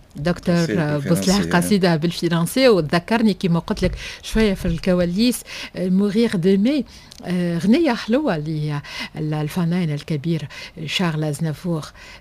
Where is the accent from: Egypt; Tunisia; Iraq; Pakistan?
Tunisia; المستوى التعليمي اللي عندنا في تونس،